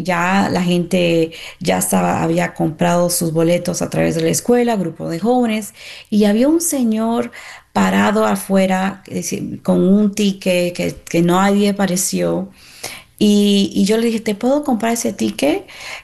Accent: Miami, Florida, United States; moved away as an adult; now in Texas, United States; Yo soy de Miami, esto fue en Miami, yo trabajaba en Sony Music en South Beach, en Miami.

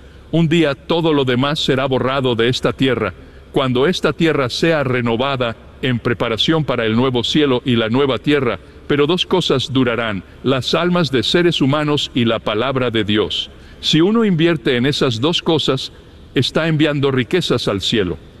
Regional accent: Toledo, Ohio, United States; born there; now in Southern California, United States

